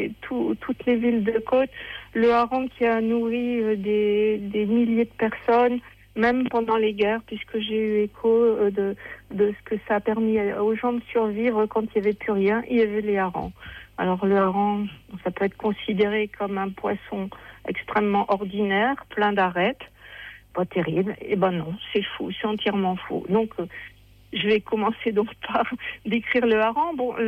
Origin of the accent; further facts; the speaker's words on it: Seclin, Hauts-de-France, France; born there; Je suis une vraie nordiste, née dans le nord, à Soclin, près de Lille, et très fière d'être nordiste.